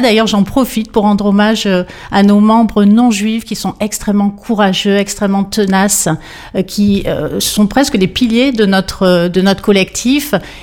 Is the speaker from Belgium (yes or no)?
no; France; et puis nous sommes des Français, et leur grand argument, c'est bien fait pour vous par rapport à ce qui se passe en Israël. Donc on leur explique que nous, on est en France